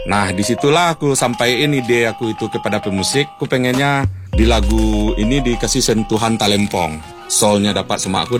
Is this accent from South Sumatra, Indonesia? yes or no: no; Bukittinggi, West Sumatra, Indonesia; Kita di Bukit Tinggi ada ciri khas bahasa Minang.